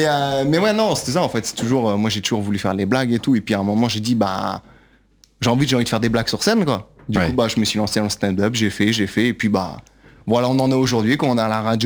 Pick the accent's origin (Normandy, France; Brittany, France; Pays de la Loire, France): Brittany, France; Non, moi je suis breton moi à la base.